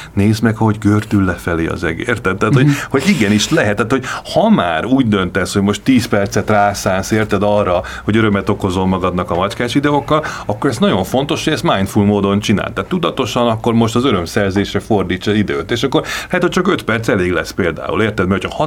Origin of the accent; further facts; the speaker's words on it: Budapest, Hungary; a budai környéken, ahol én felnőttem